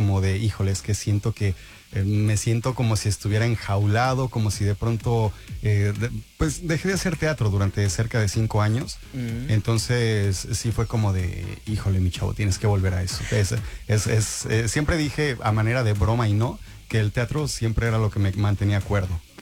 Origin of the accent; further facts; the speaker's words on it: Michoacán, Mexico; now in Puerto Vallarta, Mexico; Yo soy originario de Michoacán. Y en lo que es, bueno, básicamente Uruapan y Morelia, hice teatro durante cerca de 9-10 años aproximadamente.